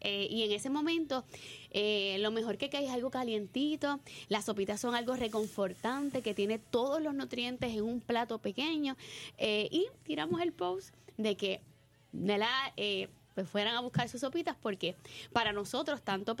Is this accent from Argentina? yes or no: no; Puerto Rico; nos enseñan como puertorriqueños que la vulnerabilidad es parte del crecimiento